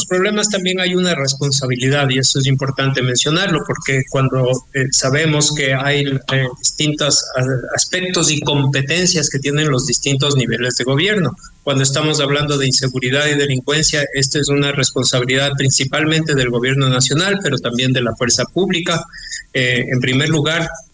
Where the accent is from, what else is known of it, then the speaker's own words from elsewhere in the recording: Ecuador; eso es un poco lo que marca nuestra manera de ser como ecuatorianos